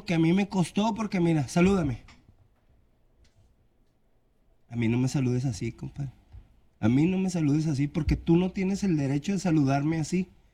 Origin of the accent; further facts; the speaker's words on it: Monterrey, Nuevo León, Mexico; also born or lived in Mexico City; Somos porque yo soy regio. Somos porque yo soy de aquí